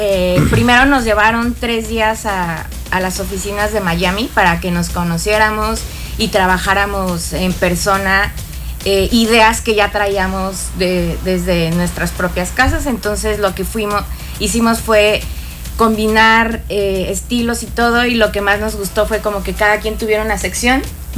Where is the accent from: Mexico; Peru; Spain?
Mexico; Toluca, State of Mexico; yo vengo de Toluca, que es una ciudad 100% futbolera.